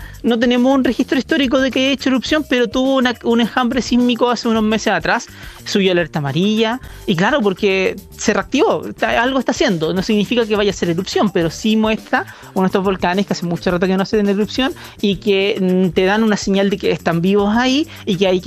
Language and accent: Spanish; Chile; Yo no soy de Santiago. Ah, mi corazón regionalista está todo el tiempo.